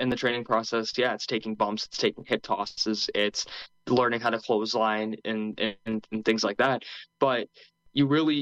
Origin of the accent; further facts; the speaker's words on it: Windsor, Ontario, Canada; born there; I was born in Windsor, Ontario, Canada, which is right across from Detroit.